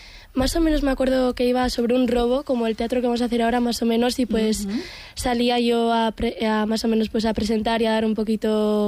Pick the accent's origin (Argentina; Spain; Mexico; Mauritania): Spain; Deba, Basque Country